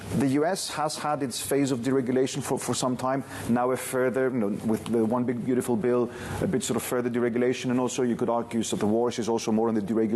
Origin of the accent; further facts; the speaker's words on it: Greece; Even in my home country, Greece, until a year ago, the banks were not allowed to pay dividends and buybacks.